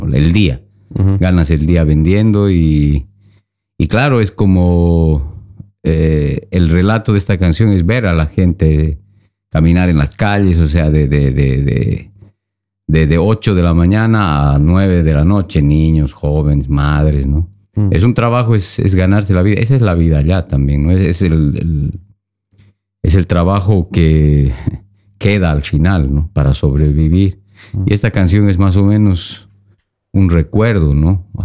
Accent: Sucre, Chuquisaca, Bolivia; Sí, soy de Bolivia, de Sucre, del centro del país. Valle Alto, ¿no? A 2700, de ahí vengo, sí.

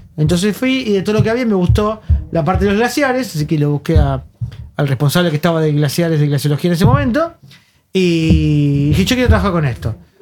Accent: Buenos Aires, Argentina

